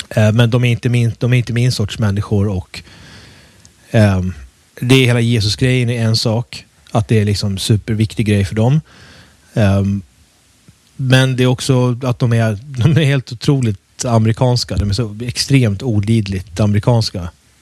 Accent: Sweden; Jag har en annan plats i Sverige som jag kommer ifrån, men jag har inget intresse av att bygga någonting där.

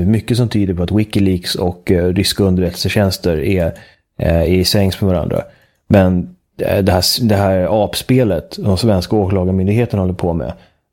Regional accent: Sweden; Känner jag faktiskt över att mitt hemland håller på med den här märkliga dansen.

